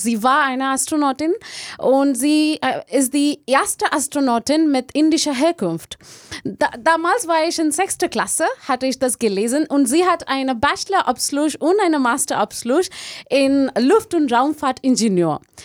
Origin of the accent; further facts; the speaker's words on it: India; German is a second language; now in Germany; So, ich komme ursprünglich von Indien aus, aber ich wohne in Deutschland seit 7 Jahren.